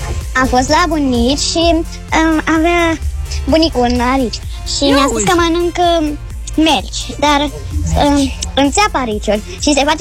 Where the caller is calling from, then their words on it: Bucharest, Romania; am șans, am 6 ani, sunt de București